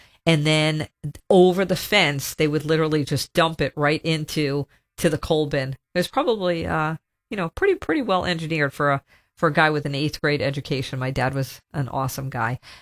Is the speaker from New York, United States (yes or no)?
yes; Long Island, New York, United States; growing up on Long Island, Boy, it gets pretty cold there in the homes in the winter.